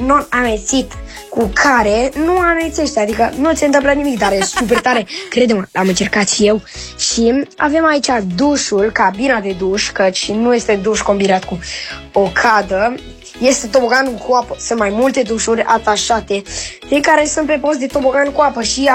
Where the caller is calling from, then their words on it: Bucharest, Romania; din București și am 10 ani